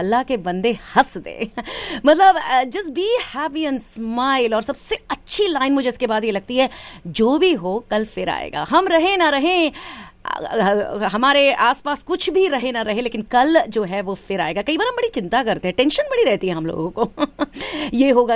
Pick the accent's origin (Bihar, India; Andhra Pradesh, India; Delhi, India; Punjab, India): Delhi, India; accent: Punjabi; कई बार मेरा पंजाबी एक्सेंट आ जाता है, एस्ट्रोनॉट क्योंकि दिल्ली के हैं, वही पंजाबी तो हमारे खून में है, दिल्ली के लोग, पंजाब, मतलब हमारा पंजाबी कल्चर बहुत होता है दिल्ली में।